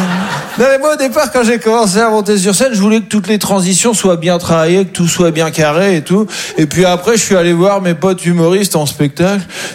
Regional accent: Caen, Normandy, France; Et moi, je viens de Caen, en Normandie.

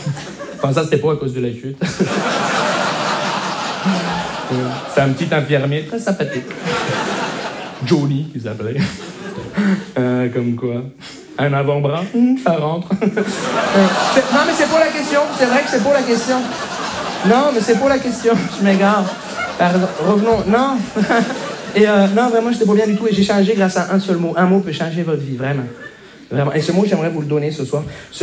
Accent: Montreal, Quebec, Canada; je viens de Montréal.

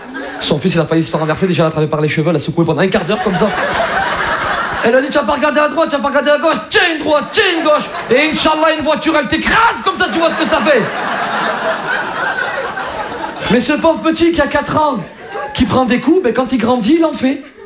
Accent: Algeria; Ah, alors moi je vous parle d'Algérie parce que je suis originaire d'Algérie.

